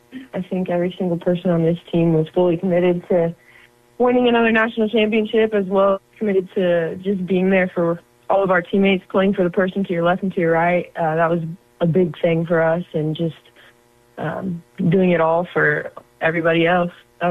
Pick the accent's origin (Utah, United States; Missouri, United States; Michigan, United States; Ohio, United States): Missouri, United States; Liberty; I am from Liberty, Missouri, and I played softball at Liberty High School.